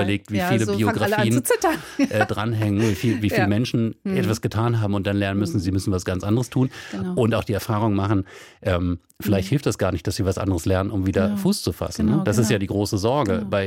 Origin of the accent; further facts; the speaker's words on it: Wolfsburg, Lower Saxony, Germany; moved away; Ich komme aus Wolfsburg ursprünglich